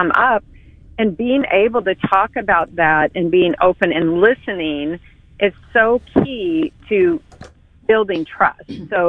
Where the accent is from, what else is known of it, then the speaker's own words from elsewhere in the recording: Springfield, Missouri, United States; And I grew up in Springfield, Missouri.